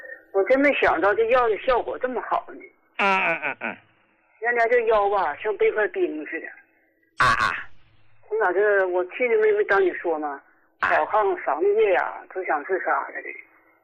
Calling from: Jilin, China; 我介绍一下，我是吉林的患者。

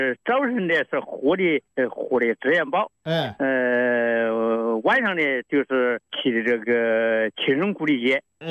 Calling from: Jingmen, Hubei, China; 我是金门的

